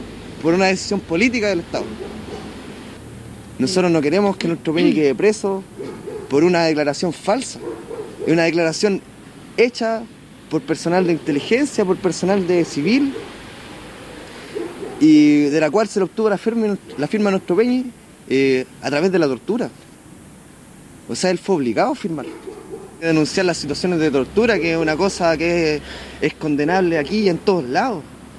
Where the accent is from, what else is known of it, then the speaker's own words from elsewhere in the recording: Chile; Nosotros no somos chilenos, somos mapuches.